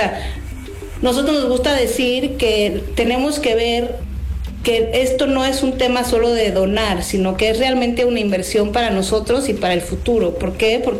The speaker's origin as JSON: {"language": "Spanish", "country": "Mexico", "said": "como mexicanos y como conservacionistas y amantes de la naturaleza"}